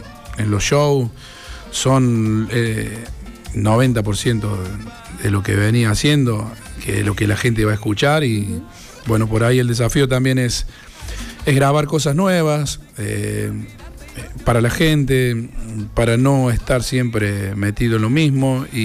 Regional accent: Córdoba, Argentina; es nuestra provincia, somos muy ninguneados en la capital, en todos los del interior. No nos gusta, somos muy, muy del interior.

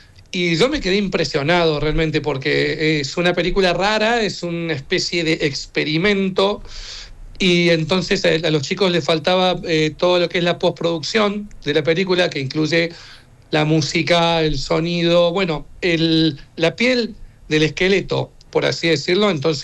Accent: Argentina

